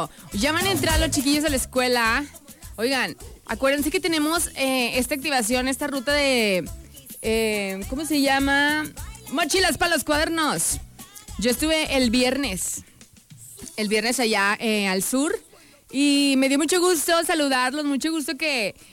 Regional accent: Mexico; Porque como buen mexicano, siempre andamos a la corre y corre

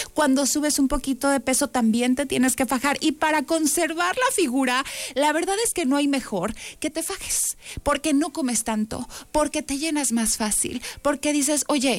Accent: Saltillo, Coahuila, Mexico; moved away; also born or lived in Colombia / United States; vamos a Saltillo, que es mi casa, que es mi tierra

